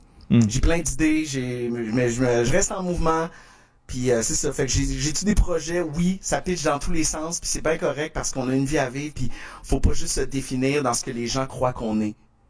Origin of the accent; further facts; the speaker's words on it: Quebec City, Quebec, Canada; also born or lived in Longueuil; je vis dans la maison où j'ai grandi à Québec, j'ai racheté la maison de mes parents, puis à Montréal, je vis au Novia, en fait, à Longueuil